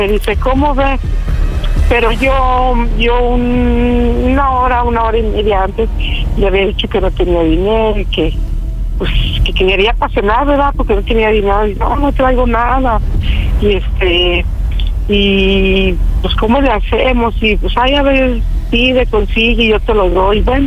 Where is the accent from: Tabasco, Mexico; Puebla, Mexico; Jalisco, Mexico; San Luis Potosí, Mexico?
San Luis Potosí, Mexico; Tengo 49 años, soy de San Luis Potosí.